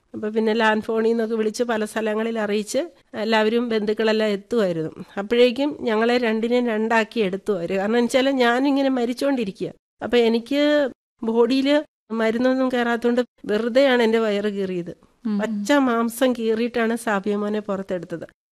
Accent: Rajakkad, Kerala, India; ഇടുക്കിയിലാണ്, Idukki Rajakkad.

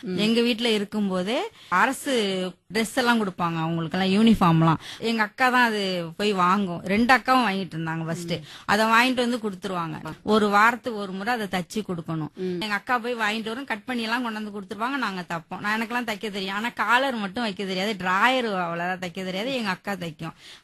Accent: Vengarangudi, Tamil Nadu, India; எங்களோட சொந்த ஊர் வந்து இங்க தஞ்சாவூர்ல பக்கத்துல கிராமம் வேங்கராங்குடி காடுன்னு சொல்லுவாங்க.

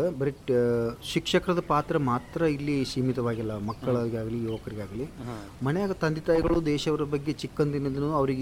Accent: Karnataka, India; ನಾವು ಮೊದಲು ಕನ್ನಡಿಗರು, ನಂತರ ಭಾರತೀಯರಲ್ಲಿ, ಆದ್ರೆ ನಾವು ಭಾರತೀಯರು ಆದರಣೆ ಕರ್ನಾಟಕದವರು.

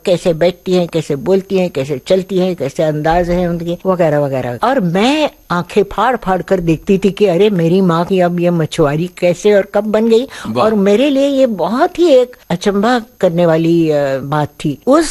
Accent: Lucknow, Uttar Pradesh, India; born there; Lucknow university के भी, और इसलिए लखनऊ में मेरी पैदाइश लखनऊ की है।

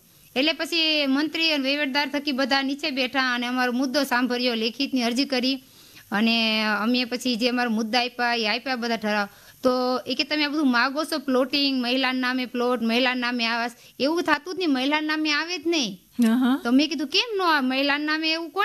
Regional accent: Bhutiya, Gujarat, India; હું સિંહ ભાવનગર જિલ્લાના સિહોર તાલુકાના ભૂતિયા ગામની વતની છું.

